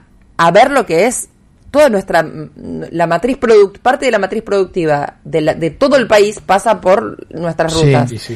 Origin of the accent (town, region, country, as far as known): Santa Fe, Argentina